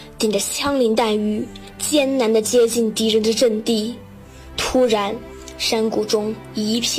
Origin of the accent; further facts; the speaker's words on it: Guangyuan, Sichuan, China; 我的家乡是蜀道上最重要的关隘剑门关，它处在高耸入云的峭壁之间